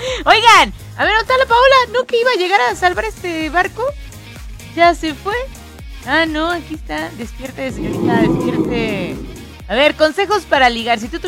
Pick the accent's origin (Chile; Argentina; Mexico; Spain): Mexico; como mexicanos nos burlamos genuinamente hasta de la muerte